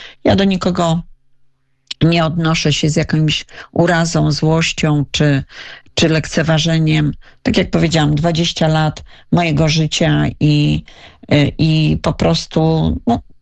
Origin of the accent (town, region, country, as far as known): Radom, Masovian Voivodeship, Poland